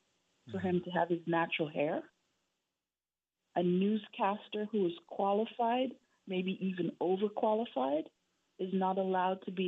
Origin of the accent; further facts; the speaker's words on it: Jamaica; now in Alaska, United States; as a Jamaican out of a British Commonwealth